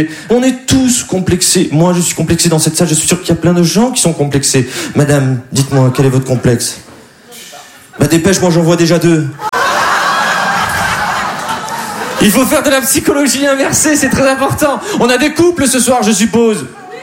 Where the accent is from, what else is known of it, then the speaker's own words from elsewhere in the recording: Dunkirk, Hauts-de-France, France; ce qui tombe bien puisque je suis originaire de Dunkerque près de Los Angeles.